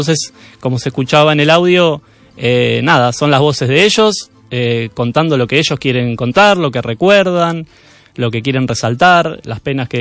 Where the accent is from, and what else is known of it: Argentina; now in Spain